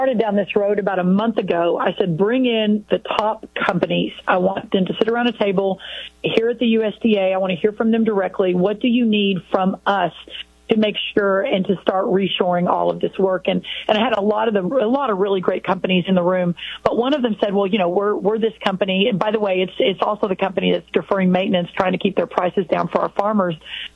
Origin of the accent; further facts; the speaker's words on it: Texas, United States; and I'm from Texas, so for your southern listeners